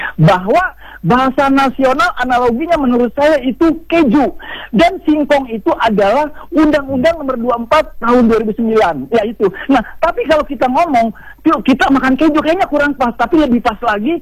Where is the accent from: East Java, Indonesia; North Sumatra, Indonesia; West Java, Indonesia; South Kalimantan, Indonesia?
West Java, Indonesia; Saya suku Sunda, istri Aceh.